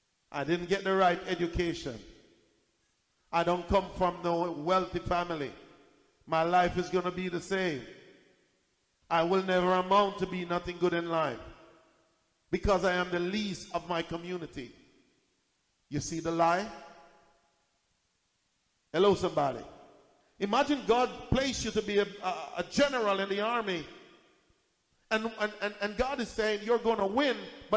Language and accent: English; Jamaica; I'm from Jamaica. I am the least likely person in my family.